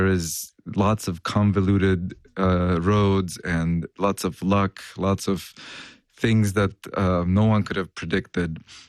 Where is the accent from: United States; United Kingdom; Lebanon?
Lebanon; I'm an immigrant from Lebanon of Armenian origin